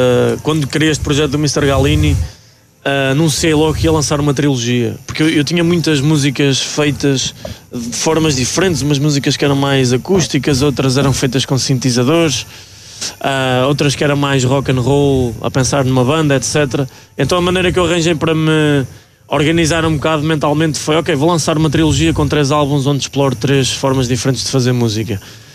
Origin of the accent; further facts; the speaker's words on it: Alcobaça, Centro, Portugal; eu sou de Alcobaça, então estamos aqui pertinho